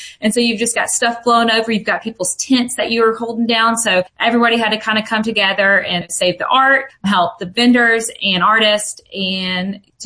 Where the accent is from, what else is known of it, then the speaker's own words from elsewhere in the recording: Dalton, Georgia, United States; And then when my mom had kids, we were raised in Dalton, and she obviously introduced us to the Arts Guild.